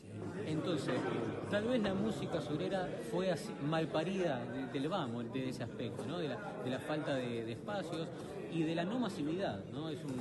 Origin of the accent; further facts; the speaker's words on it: Buenos Aires, Argentina; yo soy porteño